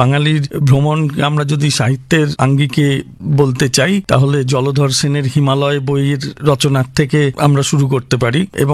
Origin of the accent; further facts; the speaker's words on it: West Bengal, India; আমাদের রাজ্যে খালি মরুভূমি ব্যতীত সমস্ত কিছুই রয়েছে। মানে দক্ষিণে সুন্দরবন থেকে শুরু করে সমুদ্র উপকূল থেকে শুরু করে হিমালয় পর্যন্ত, এবং তার একদিকে মালভূমি আমাদের যে পশ্চিম অঞ্চল যেটা, বা মধ্য পশ্চিমবঙ্গ